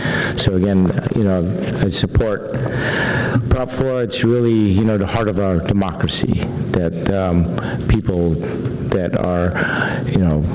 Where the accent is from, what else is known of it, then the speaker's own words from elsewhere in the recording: New York, United States; moved away; I grew up in New York